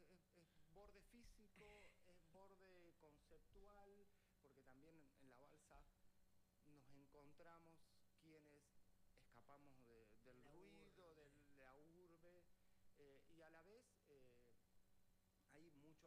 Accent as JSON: {"language": "Spanish", "region": "Neuquén", "country": "Argentina", "tie": "born or raised there", "said": "Y me tocó ir a vivir a un borde y mi infancia fue en un borde. Yo me crié en Neuquén cuando el patio de mi casa terminaba en la barda."}